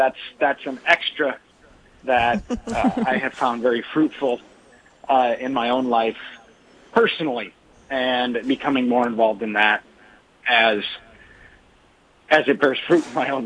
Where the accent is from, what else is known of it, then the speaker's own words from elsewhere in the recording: Dickinson, North Dakota, United States; I grew up in Dickinson, Trinity School, all my life.